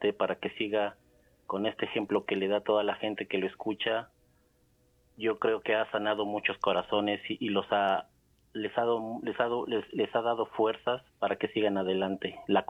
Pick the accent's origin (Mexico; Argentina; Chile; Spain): Mexico; State of Mexico; Soy del Estado de México.